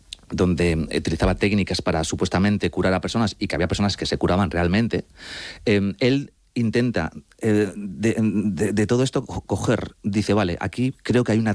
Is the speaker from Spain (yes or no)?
yes; Madrid, Community of Madrid, Spain; mis padres son argentinos, yo soy madrileño.